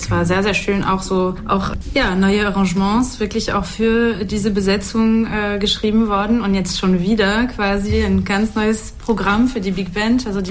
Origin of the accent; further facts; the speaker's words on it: France; accent: French; German is a second language; man hört leider meinen Akzent nicht mehr so sehr, mein französischer Akzent, wenn ich auf Deutsch spreche. Aber ja, ich komme aus Frankreich und da sind diese ganzen Lieder halt einfach schon im Rückenmark quasi.